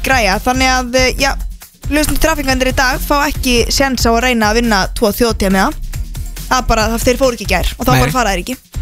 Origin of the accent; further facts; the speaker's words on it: Mosfellsbær, Capital Region, Iceland; Það er alltaf springa í Mosó, mínum heimabæ.